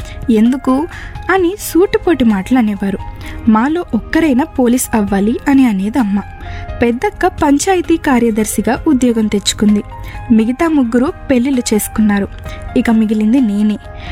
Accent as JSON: {"language": "Telugu", "town": "Talagam", "region": "Andhra Pradesh", "country": "India", "tie": "born or raised there", "said": "మాది విజయనగరం జిల్లాలోని వంగర మండలం తలగాం గ్రామం."}